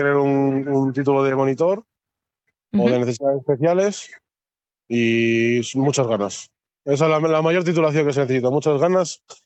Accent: Ponferrada, Castile and León, Spain; moved away as an adult; now in Barcelona, Spain; en Barcelona actualmente porque trabajo allí y ya vengo desde allí. Lo que pasa es que yo, como soy de aquí, yo soy de aquí de Ponferrada.

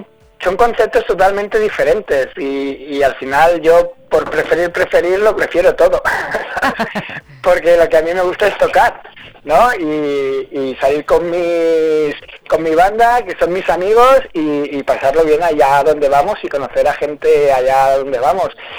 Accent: Catalonia, Spain; Además somos de la Costa Brava

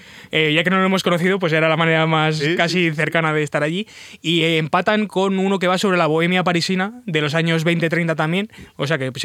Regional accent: Soria, Castile and León, Spain; also born or lived in three cities; el viernes fue en Soria, que es mi ciudad natal y donde me apetecía bautizar al niño, por así decirlo

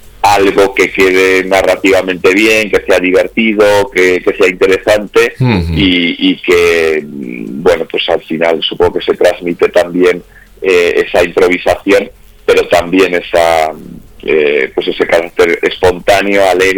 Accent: Palencia, Castile and León, Spain; Yo nací en León, aunque me crié en Palencia

